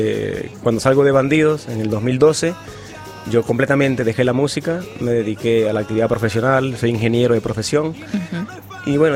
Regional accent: Colombia; now in Argentina; Yo soy colombiano, canto vallenato

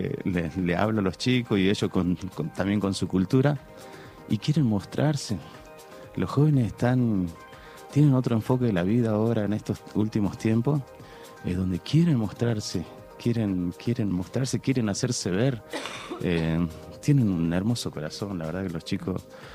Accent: Libertador General San Martín, Jujuy, Argentina; moved away; yo vengo de Ledesma, yo soy el Libertador General San Martín, allá con mi gente, los guaraní y todo, algunas palabras que se me pegan del guaraní

